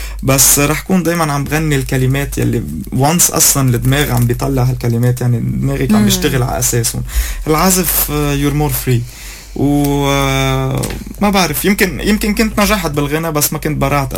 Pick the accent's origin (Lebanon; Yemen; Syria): Lebanon